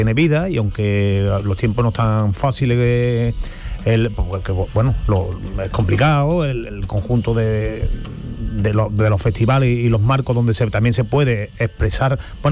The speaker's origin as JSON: {"language": "Spanish", "town": "Seville", "region": "Andalusia", "country": "Spain", "said": "Bueno, yo soy muy sevillano"}